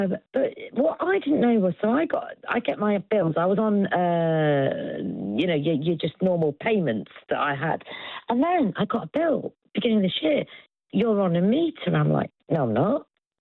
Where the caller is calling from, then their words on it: Nottingham, East Midlands, United Kingdom; from sunny Nottingham.